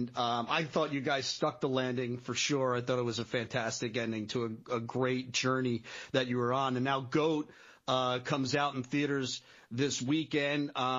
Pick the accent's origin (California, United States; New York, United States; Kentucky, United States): New York, United States; I'm a New Yorker, too